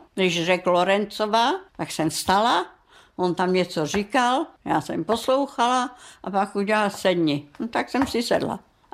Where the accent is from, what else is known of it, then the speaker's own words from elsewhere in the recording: Krajková, Karlovy Vary Region, Czechia; přímo taky narodila v Krajkovi, moje babička taky v Krajkovi, moje maminka taky v Krajkovi a já taky. Já jsem Němka. Já mám národnost německou a českou státní příslušnost.